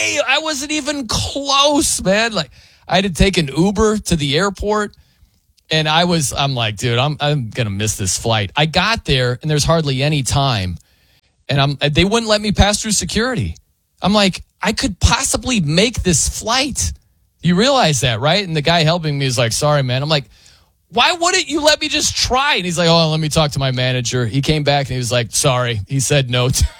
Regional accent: Indiana, United States; moved away as an adult; also born or lived in New York; so I'm from Indiana and I was working in New York at the time.

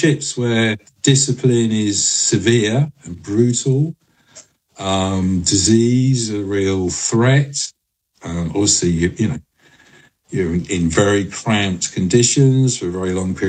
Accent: London, United Kingdom; as a Londoner

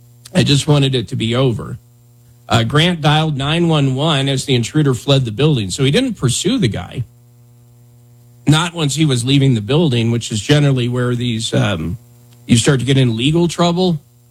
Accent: Wyoming, United States; growing up in Wyoming

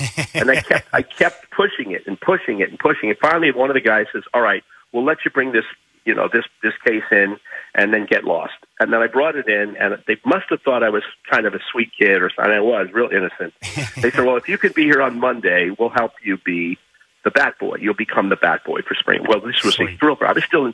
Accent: Miami, Florida, United States; moved away; I grew up in Miami originally, and Muhammad Ali trained about 4 or 5 blocks from my house

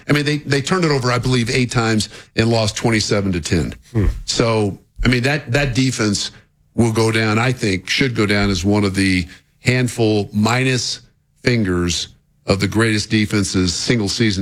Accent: Denver, Colorado, United States; the Broncos, my hometown team

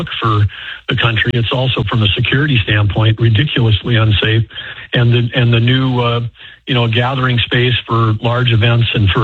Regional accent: North Dakota, United States; I'm from North Dakota.

